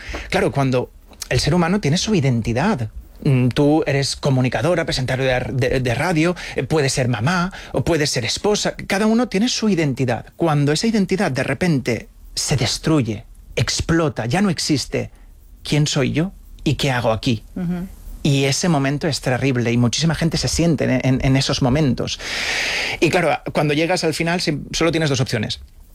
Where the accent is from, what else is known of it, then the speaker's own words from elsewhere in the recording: Spain; A ver, como españoles tenemos cierta ventaja a otras partes del mundo.